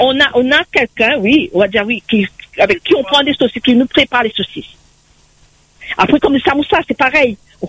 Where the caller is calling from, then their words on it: Réunion; Il faut l'hôtel pour nous, parce qu'on vient de La Réunion.